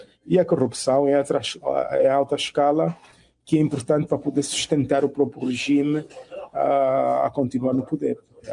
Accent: Angola; eu tenho como cidadão angolano, e eu penso que nenhum angolano deve permitir com que isso aconteça.

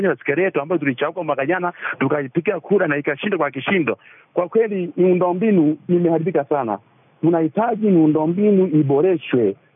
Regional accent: Bariadi, Simiyu, Tanzania; Kwa majina … natokea kijiji cha Bareni Bariadi, Tanzania.

